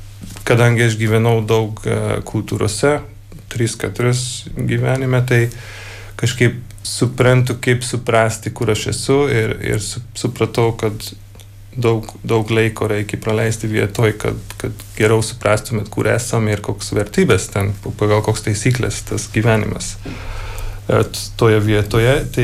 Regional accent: Hungary; Lithuanian is a second language; kuris aš buvo išaugęs mieste. Tai ten daug ekologijo, tai prasme, nebuvo tiek daug miškų mano gyvenime, kaip, sakykime, Lietuvoje yra dabar. Ir daug tas ryšys su vieto pas mus Vengrijai yra visiškai kitaip

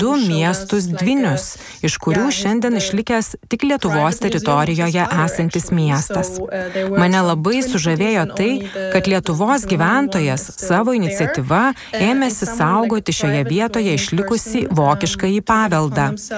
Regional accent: Germany; Lithuanian is a second language; nei dėl to, kad esu vokietė.

